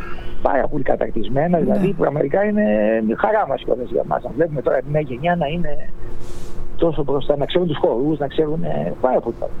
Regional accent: Greece; moved away as an adult; now in Paris, France; Αφού είμαστε Έλληνες και κάνουμε και ελληνική μουσική

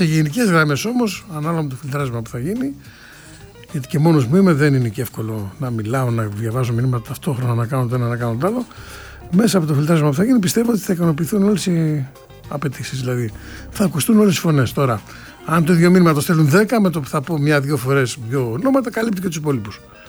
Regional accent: Central Greece, Greece; Το χωριό μου από το Μαντούδι είναι 5 χιλιόμετρα.

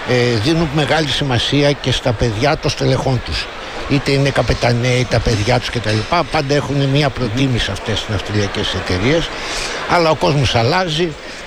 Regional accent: Greece; σαν Έλληνες έχουμε τα θετικά μας και τα αρνητικά μας.

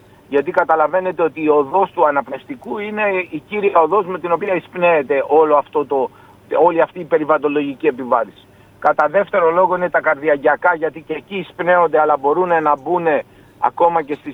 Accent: Thessaloniki, Central Macedonia, Greece; είμαι Θεσσαλονικός και ξέρω την τοπογραφία της πόλης.

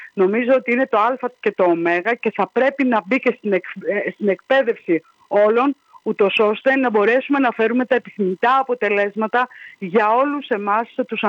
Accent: Western Macedonia, Greece; Ως Έλληνες αγρότες και ως Δυτική Μακεδονία

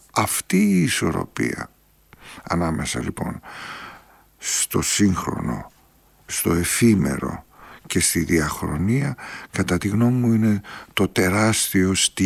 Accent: Piraeus, Attica, Greece; Μεγάλωσα, έζησα στον Πειραιά, σε μια γειτονιά του Πειραιά, πολύ συγκεκριμένη γειτονιά, με συγκεκριμένα χαρακτηριστικά, στην Παλιά Κοκκινιά.

